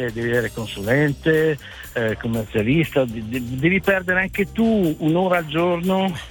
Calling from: Milan, Lombardy, Italy; Milano. Milano.

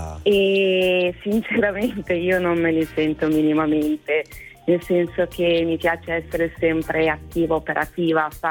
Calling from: Lombardy, Italy; Io vi chiamo da Trigliano, che è in provincia di Milano.

